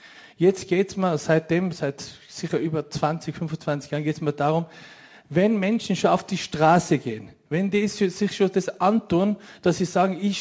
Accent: Austria; bin ich extra in Uniform hin, habe ich gesagt, schau, ich bin Österreicher.

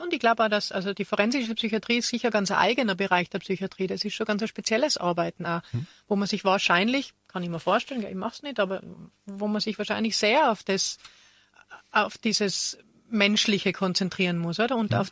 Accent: Tyrol, Austria; das gibt es relativ groß im Osten von Österreich, das gibt es bei uns in Tirol im Landeskrankenhaus in Haller Station.

